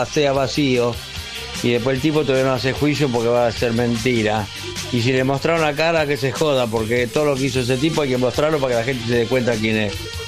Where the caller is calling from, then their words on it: Buenos Aires, Argentina; de Capital